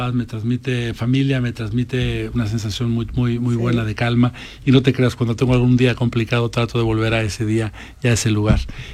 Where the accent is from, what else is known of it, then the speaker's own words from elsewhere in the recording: Guadalajara, Jalisco, Mexico; soy de Guadalajara.